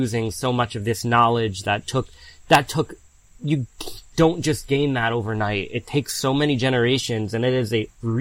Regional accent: United States; moved away; I grew up in the United States, but I worked hard to record folklore for my grandparents and to learn their language

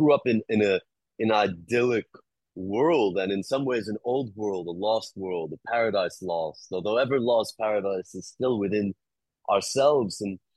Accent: New York, United States; I grew up in the Hudson Valley, grew up house in the woods

